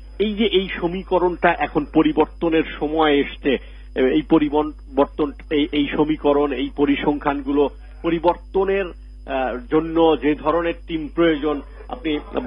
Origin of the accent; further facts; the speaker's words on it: Bangladesh; বাংলাদেশের যারা সমর্থক রয়েছেন, যারা আমরা বাংলাদেশি রয়েছি